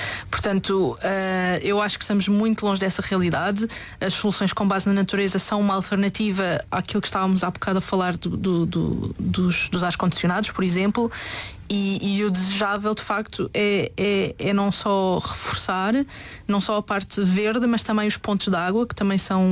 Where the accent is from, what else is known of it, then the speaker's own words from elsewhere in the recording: Lisbon, Portugal; aqui em Lisboa, eu sou de Lisboa, portanto é o caso que eu conheço melhor